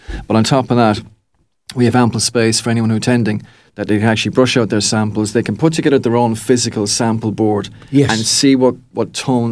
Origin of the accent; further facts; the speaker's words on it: Achill, Connacht, Ireland; when I grew up schooling in Achill